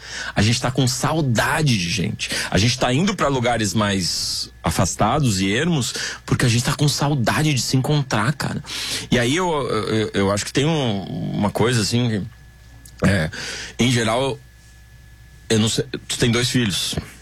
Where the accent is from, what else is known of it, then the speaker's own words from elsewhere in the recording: Porto Alegre, Rio Grande do Sul, Brazil; now in Curitiba, Brazil; eu me lembro, eu saí de Porto Alegre aqui com medo de ser assaltado.